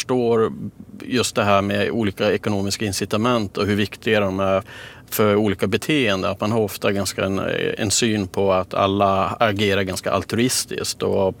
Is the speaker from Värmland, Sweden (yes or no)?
no; Kiruna, Norrbotten County, Sweden; Jag är ju född och uppvuxen i Kiruna.